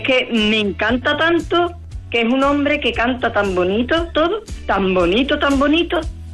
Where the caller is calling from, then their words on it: San Fernando, Andalusia, Spain; de San Fernando, Cádiz.